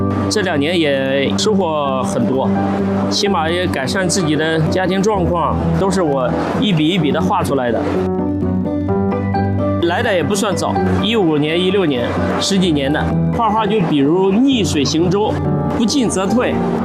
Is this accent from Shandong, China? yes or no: yes; Qufu, Shandong, China; now in Beijing, China; 我们老家是孔子家乡，从小就喜欢写字画画。